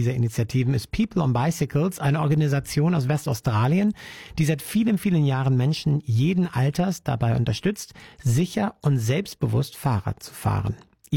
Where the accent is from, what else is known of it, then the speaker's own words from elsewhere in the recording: Hamburg, Germany; Ja, und ich meine, bei uns in Deutschland, gerade in den Metropolregionen, du bist aufgewachsen in Wedel, sozusagen direkt neben Hamburg dran, so ich als Hamburger Jung.